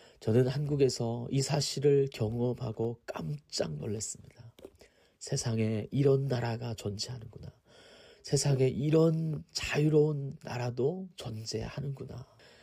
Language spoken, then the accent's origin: Korean; North Korea; now in South Korea